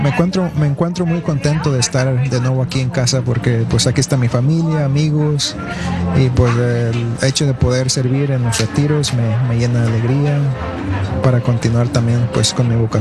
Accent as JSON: {"language": "Spanish", "town": "San Jose", "region": "California", "country": "United States", "tie": "born or raised there", "also_born_or_lived": "Michoacán, Mexico / Texas", "lives_now": "San Francisco, United States", "said": "como lo acaba de mencionar, y soy originario de Michoacán, México, pero me crié aquí en San José, California. Yo pertenezco a la Orden de Frailes Menores y actualmente estoy residiendo en San Francisco, California. Entonces, estaba en Texas y me movieron para acá"}